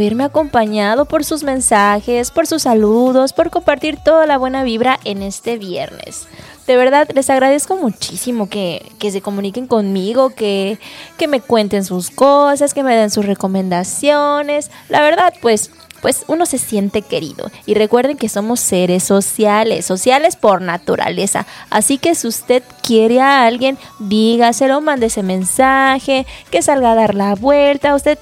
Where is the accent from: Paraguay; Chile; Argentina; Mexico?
Mexico; Chetumal, Quintana Roo; yo soy de Chetumal. Toda mi vida he vivido en Chetumal.